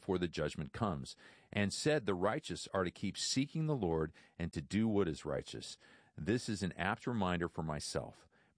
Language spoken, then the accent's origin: English; England, United Kingdom; I am English.